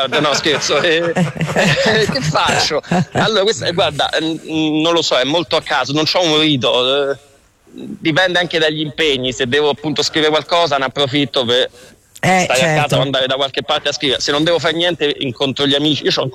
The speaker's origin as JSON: {"language": "Italian", "town": "Rome", "region": "Lazio", "country": "Italy", "said": "io sono di Roma"}